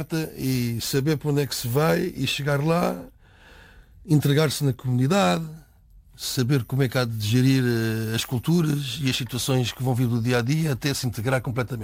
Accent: Portugal; Só que nós, enquanto portugueses, ouvimos certas coisas e certas atitudes um bocado do lado de fora

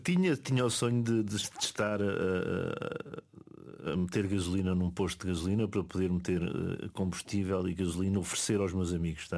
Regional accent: Centro, Portugal; also born or lived in Paris; como vivi em Paris há alguns anos, onde estudei e onde poderia ter ficado, não é? Mas não decidi voltar para casa, porque o chamamento da beira baixa, da beira alta, enfim, da minha terra, sempre falou mais alto

